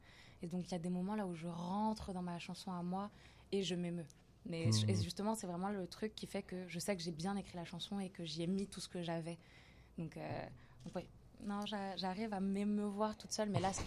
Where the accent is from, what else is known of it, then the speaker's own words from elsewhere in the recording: Cameroon; comme je suis camerounaise